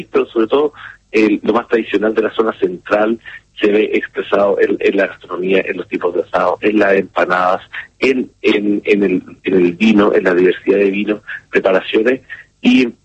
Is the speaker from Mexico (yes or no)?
no; Chile; y para nosotros como chilenos es el momento de mayor celebración del año